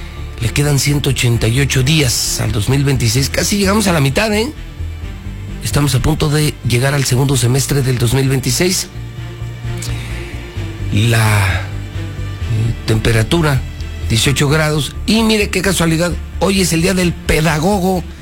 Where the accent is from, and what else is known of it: Mexico